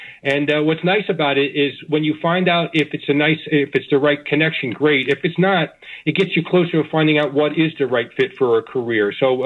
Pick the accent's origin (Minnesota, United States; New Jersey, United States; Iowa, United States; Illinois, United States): New Jersey, United States; Kinnelon; North Jersey, Kinnelon, yes.